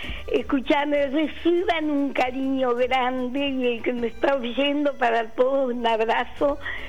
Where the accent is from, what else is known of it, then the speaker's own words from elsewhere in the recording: Nueva Helvecia, Colonia, Uruguay; Pero soy de Nueva Helvecia, de toda una vida.